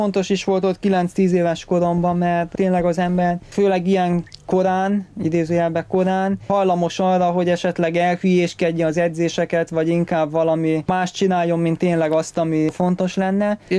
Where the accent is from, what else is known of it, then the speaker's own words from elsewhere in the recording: Szeged, Csongrád-Csanád, Hungary; also born or lived in Kecskemét; now in Budapest, Hungary; A legnagyobb oka az az volt, hogy Szegedről jöttem, ugye a családom ott volt, de viszont ott nem volt megfelelő sakkör